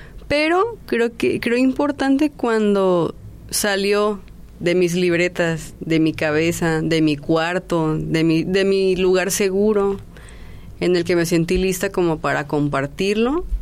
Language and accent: Spanish; Tepic, Nayarit, Mexico; yo soy de aquí de Tepic, Nayarit, aquí nacida, aquí toda mi vida viviendo.